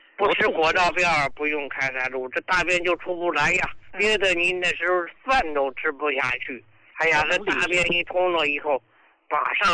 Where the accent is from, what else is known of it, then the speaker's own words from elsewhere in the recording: Hebei, China; 哎呀，胡老师，我是河北的，可是你的老朋友了呀，